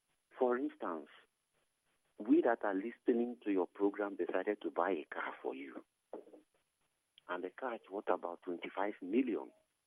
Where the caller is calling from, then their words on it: Port Harcourt, Rivers, Nigeria; I'm calling you from Port Harcourt.